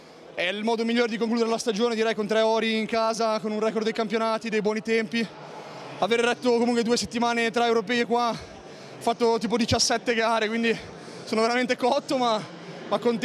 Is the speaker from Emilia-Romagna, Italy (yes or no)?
no; Sestri Levante, Liguria, Italy; born there; now in Livorno, Italy; Sono nato al mare, a Genova, in provincia di Genova, e ora vivo a Livorno, sempre città di mare, di porto